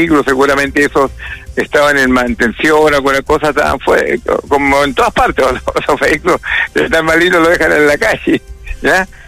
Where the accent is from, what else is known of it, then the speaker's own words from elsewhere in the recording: Chile; Somos así los chilenos